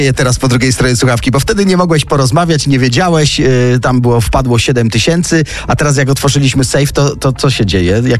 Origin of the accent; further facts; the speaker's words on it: Tarnów, Lesser Poland, Poland; A ja z Tarnowa, aleś, to żeśmy się spotkali, człowieku.